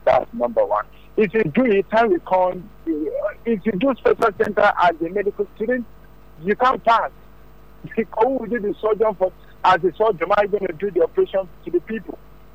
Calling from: Ayobo, Lagos, Nigeria; I'm calling from Ayobo.

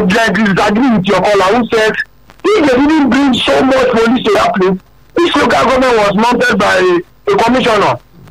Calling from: Ikorodu, Lagos, Nigeria; I'm calling you from Ikorodu.

